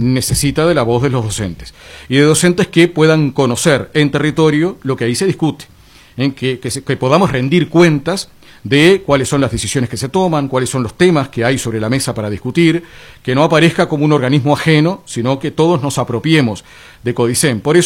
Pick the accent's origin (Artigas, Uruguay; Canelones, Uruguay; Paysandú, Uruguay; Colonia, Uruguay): Canelones, Uruguay; Yo mismo soy del interior, de Canelones